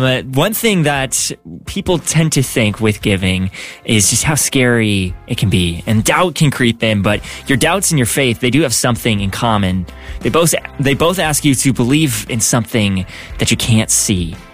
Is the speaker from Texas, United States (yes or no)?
no; Minnesota, United States; moved away; I'm from Minnesota.